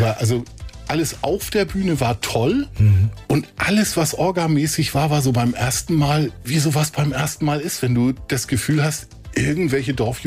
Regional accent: Kappeln, Schleswig-Holstein, Germany; Ich gehe einfach davon aus, also für uns, wir waren ja auf dem Land, ich komme selber aus Kappeln, ne?

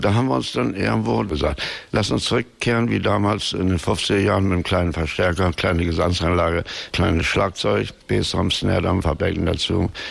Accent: Sanderbusch, Lower Saxony, Germany; born there; Nein, ich bin hier oben geboren. Ich bin in Sanderbosch geboren. Das ist in der Nähe von Wilhelmshaven.

